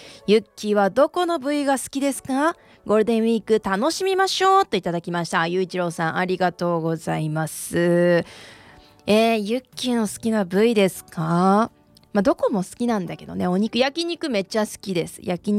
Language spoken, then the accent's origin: Japanese; Hyogo, Japan; 私の地元で言ったら兵庫県で